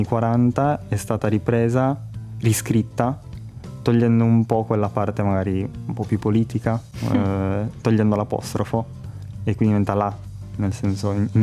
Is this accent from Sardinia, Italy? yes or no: yes; Sardinia, Italy; Io dalla Sardegna.